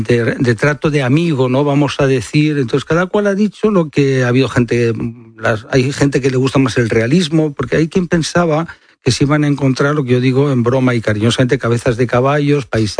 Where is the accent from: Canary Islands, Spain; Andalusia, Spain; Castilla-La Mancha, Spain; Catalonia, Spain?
Catalonia, Spain; Barcelona